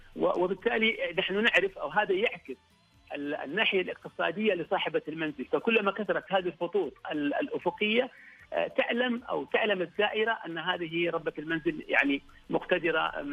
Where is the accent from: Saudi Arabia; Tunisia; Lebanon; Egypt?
Saudi Arabia; Asir; عندنا في عسير